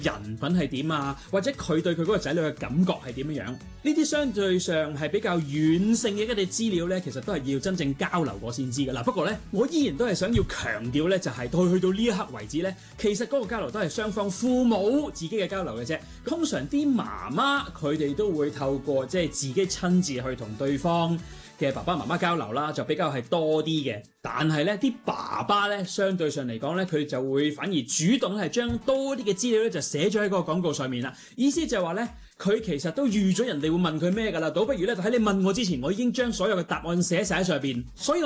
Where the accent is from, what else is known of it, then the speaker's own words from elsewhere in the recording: Hong Kong; 对我作为香港人嚟讲啦